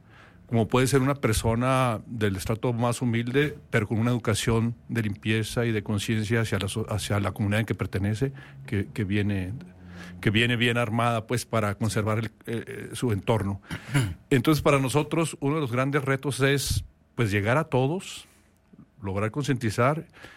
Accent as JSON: {"language": "Spanish", "country": "Mexico"}